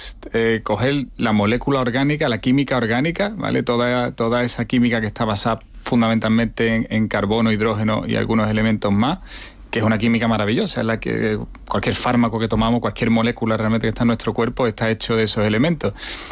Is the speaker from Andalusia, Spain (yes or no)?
yes; Seville, Andalusia, Spain; Yo vine a Sevilla porque soy de Sevilla, hice mi tesis de hecho en ese mismo sitio